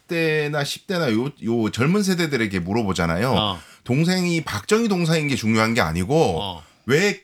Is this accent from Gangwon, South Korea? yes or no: no; Daegu, South Korea; 저희 대구에서 왔으니까 대구의 예.